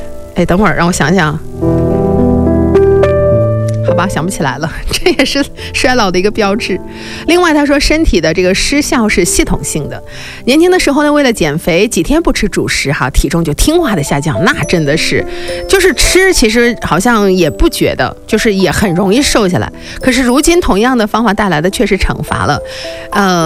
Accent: China

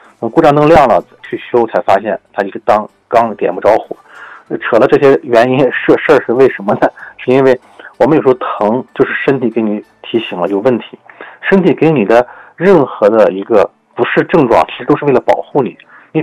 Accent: China; 我们中国人

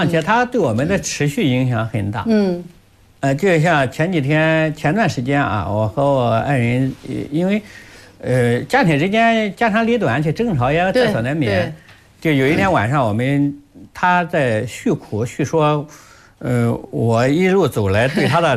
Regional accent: China; moved away; 我老家的，我的村庄

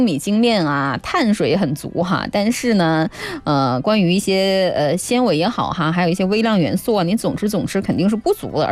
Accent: Northeast China, China; 因为我东北人嘛，我就对我们家乡的这个小米特别特别的有感情。

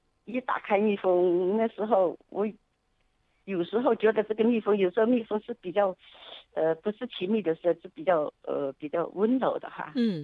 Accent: Hubei, China; 我都是在武当山长大的人哈，从小在那里，

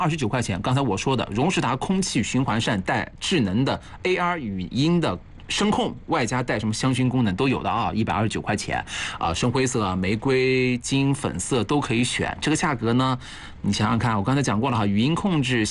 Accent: Hefei, Anhui, China; accent: Hefei dialect; 我们合肥话

